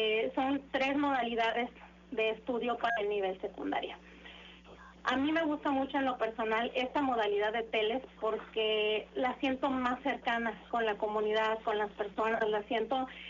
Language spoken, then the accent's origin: Spanish; Altamira, Tamaulipas, Mexico; yo soy de Altamira, Tamaulipas